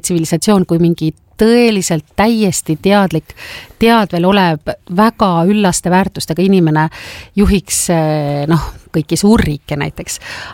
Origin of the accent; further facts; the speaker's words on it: Tallinn, Harju County, Estonia; ma olen ju tallinlane.